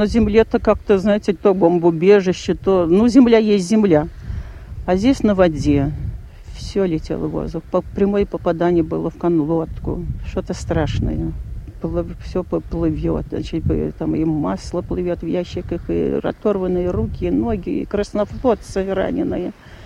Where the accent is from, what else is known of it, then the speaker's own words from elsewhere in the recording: Saint Petersburg, Russia; moved away; Я говорю, из Ленинграда.